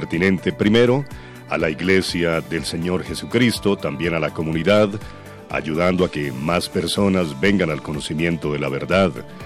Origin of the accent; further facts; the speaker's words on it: Colombia; somos colombianos